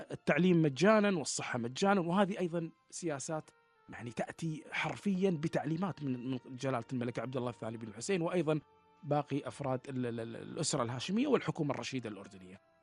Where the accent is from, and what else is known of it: Kuwait